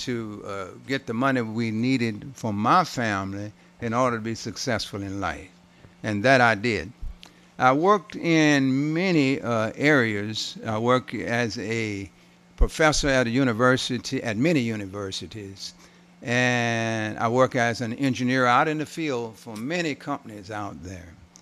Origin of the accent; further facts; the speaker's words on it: Port Arthur, Texas, United States; moved away as an adult; as I came back to Port Arthur, which I, after all that experience, I wanted to come back to my hometown and give a little bit back